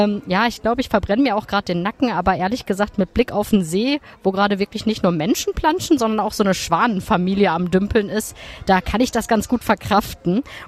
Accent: Dortmund, North Rhine-Westphalia, Germany; weil wir haben immer eine Radtour von Dortmund, wo ich herkomme, bis hierhin gemacht.

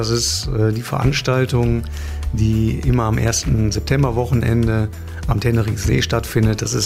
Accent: Hünxe, North Rhine-Westphalia, Germany; Ich bin hier in Hünxe-Bruckhausen aufgewachsen. Ich bin hier in den Kindergarten gegangen oder in die Grundschule

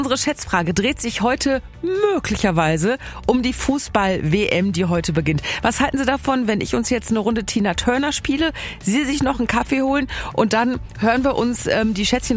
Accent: Hattingen, North Rhine-Westphalia, Germany; born there; dann muss ich mal gucken kommen in Hattingen, meine Geburtsstadt.

